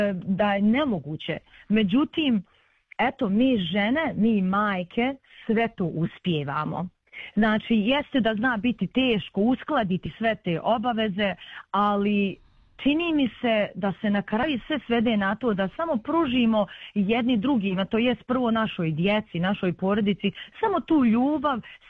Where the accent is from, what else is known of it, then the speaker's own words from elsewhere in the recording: Srebrenica, Republika Srpska, Bosnia & Herzegovina; pošto lično ja sam iz Srebrenice